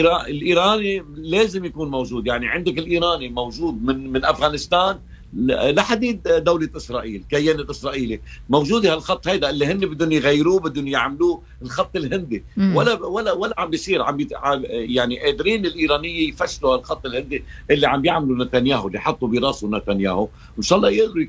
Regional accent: Lebanon

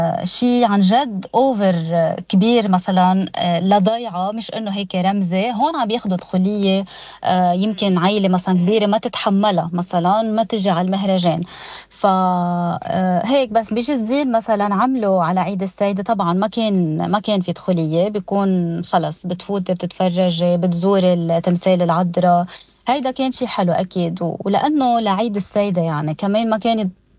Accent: Lebanon; نحن بضيعتنا هون بعلمين

